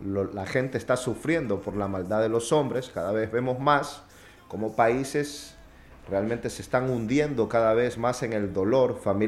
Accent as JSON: {"language": "Spanish", "country": "Ecuador", "moved": "yes", "lives_now": "Spain", "said": "en mi país, Ecuador"}